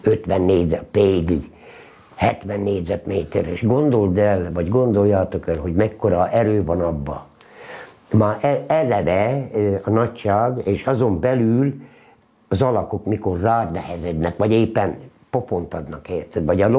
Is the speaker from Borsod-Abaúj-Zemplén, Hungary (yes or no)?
yes; Ózd, Borsod-Abaúj-Zemplén, Hungary; Ezen a részen laktak a bojki cigányok. Nekünk ez volt a nevünk, hogy bojki cigányok, mert Ózon van elég sok cigántelep. De ez volt a bojki cigántelep. Itt nőttem fel 11 éves koromig